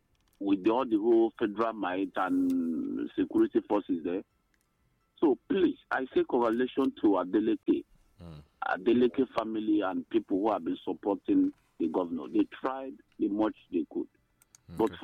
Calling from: Nigeria; I'm calling from Okwabinimbo.

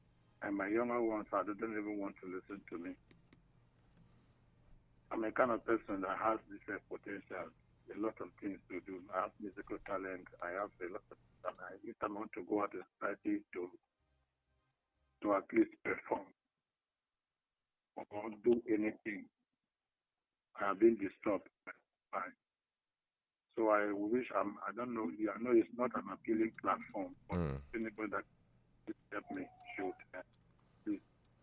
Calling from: Portugal; I'm calling from Portugal.

